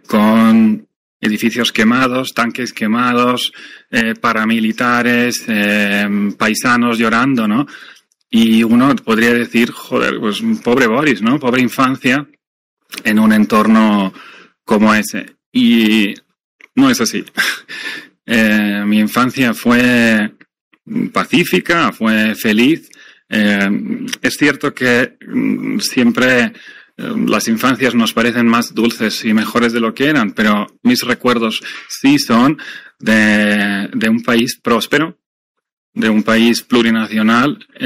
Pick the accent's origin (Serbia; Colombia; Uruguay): Serbia; Belgrade; Mi infancia, por empezar por el principio, se desarrolla en Yugoslavia. Yo nací en el año 77. Yugoslavia es un país que no existe. Ahora es Serbia. Yo nací en Belgrado.